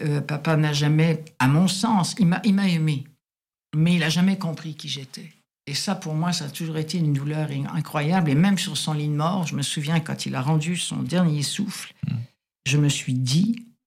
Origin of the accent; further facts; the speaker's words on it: France; accent: French; now in Canada; Il y avait quelqu'un qui ne m'aimait pas, puis qui n'aimait pas mon accent français. Ça, j'ai eu beaucoup de mal avec ça ici au Québec.